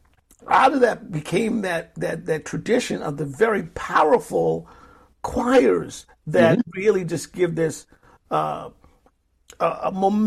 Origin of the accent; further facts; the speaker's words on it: Brooklyn, New York, United States; I am from Brooklyn, yeah.